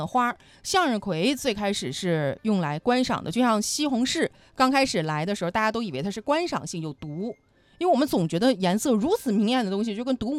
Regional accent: China; 我们中国人

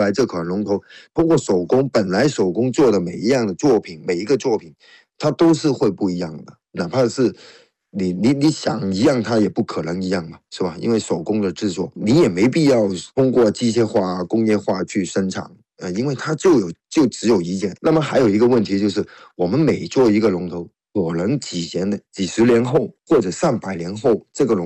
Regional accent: Guangzhou, Guangdong, China; 这是归咎于我们广州这个地理条件跟我们的风俗有关。因为我们广州这边的龙舟呢，是在一些狭窄的河涌里面去划

